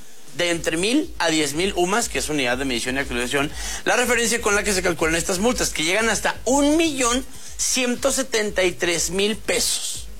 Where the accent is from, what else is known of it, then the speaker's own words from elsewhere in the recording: Chihuahua, Mexico; Digo, yo soy chihuahuense, ajá